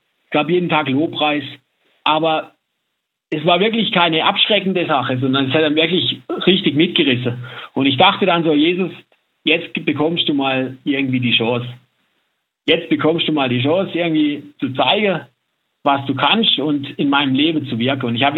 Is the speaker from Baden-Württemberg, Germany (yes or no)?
yes; Baden-Württemberg, Germany; moved away as an adult; now in Salzburg, Austria; Wir sind am Land aufgewachsen, im Hochschwarzwald bei uns. Da gibt es eben eine sehr ländliche Gegend. Wir hatten sehr viel Gelände ums Haus rum und Platz.